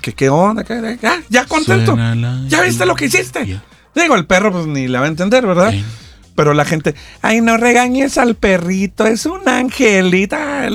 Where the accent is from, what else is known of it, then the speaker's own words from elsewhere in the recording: Mexico; Somos los mismos mexicanos allá.